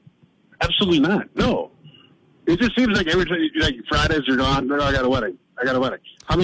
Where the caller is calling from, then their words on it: Appleton, Wisconsin, United States; from Appleton, Wisconsin.